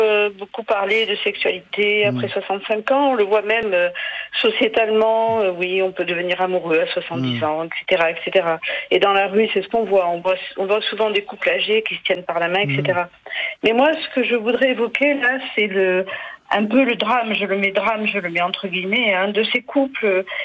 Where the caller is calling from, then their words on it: Nice, Provence-Alpes-Côte d'Azur, France; J'appelle de Nice